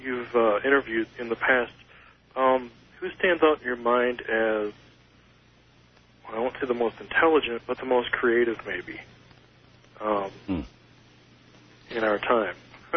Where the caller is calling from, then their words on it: Michigan, United States; Hi, this is … from Michigan.